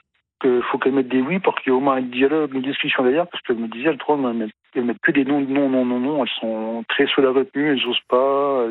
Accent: Grand Est, France; Non, mais comme je suis Lorrain, Vosgien d'origine

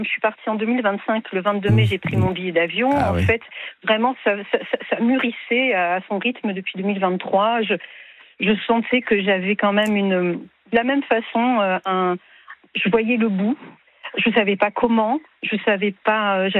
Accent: Grand Est, France; now in Gers, France; Moi, je suis originaire d'Alsace

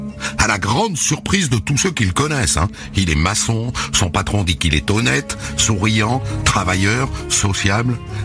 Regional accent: Martinique; On voulait aller vivre tous les deux chez moi, en Martinique

